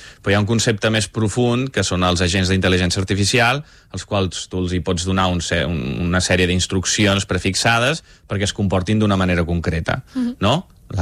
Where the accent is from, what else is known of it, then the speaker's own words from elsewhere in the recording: Vic, Catalonia, Spain; born there; nosaltres vam néixer a Vic